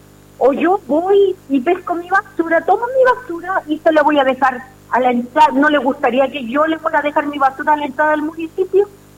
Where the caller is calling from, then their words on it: Chile; De Lagunilla 3.